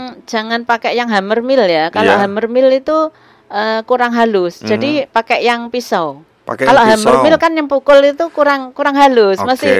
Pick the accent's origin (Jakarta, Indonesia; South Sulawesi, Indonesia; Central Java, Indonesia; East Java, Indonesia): East Java, Indonesia; Nganjuk; born there; Saya lahir di Nganjuk.